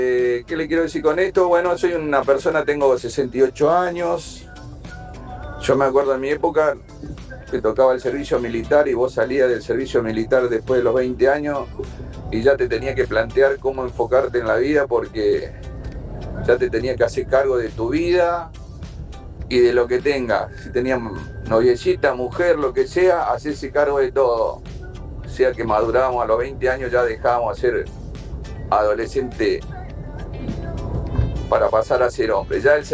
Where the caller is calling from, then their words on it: Lomas de Zamora, Buenos Aires Province, Argentina; soy de Loma de Zamora.